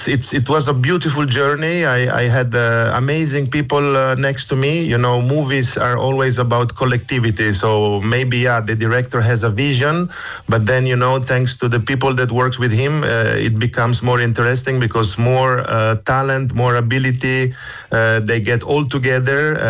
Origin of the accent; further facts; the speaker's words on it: Italy; Dutch is a second language; moved away; Ik praat gewoon goed Nederland. Ik bestaat alles. Maar als je moet over een film praten, dan heb ik liever Engels. Want ik ben eigenlijk Italiaans.